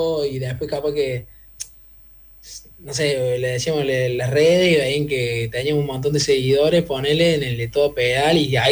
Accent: Córdoba, Argentina; Era como, pero ¿de dónde vienen? De Argentina, de Córdoba.

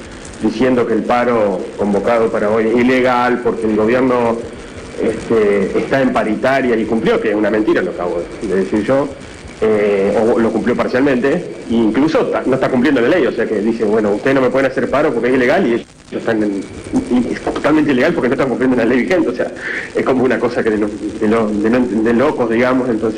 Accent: Argentina; Somos una montaña rusa, básicamente, Argentina, ¿no?

